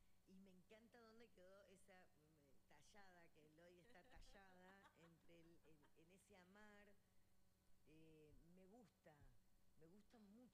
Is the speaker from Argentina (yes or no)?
yes; Argentina; cómo somos los argentinos